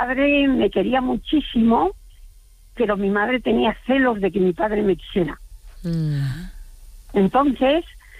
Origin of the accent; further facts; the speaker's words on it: Burgos, Castile and León, Spain; born there; Pues es que yo nací en Burgos